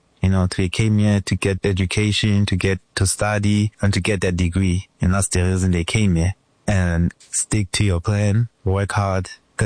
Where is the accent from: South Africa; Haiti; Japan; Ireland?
South Africa; first language English; moved away as an adult; now in United States; I'm from South Africa.